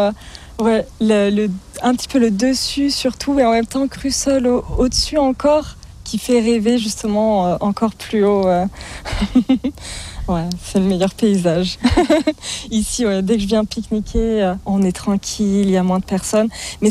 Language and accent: French; Charmes-sur-Rhône, Auvergne-Rhône-Alpes, France; Et puis ma petite maison, un peu plus au sud, à Charmes-sur-Rhône, là où j'ai grandi, que je peux voir